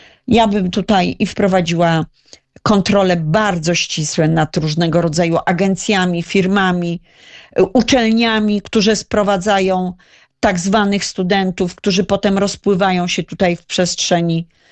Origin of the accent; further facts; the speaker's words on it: Radom, Masovian Voivodeship, Poland; Ja tutaj pochodzę z Radomia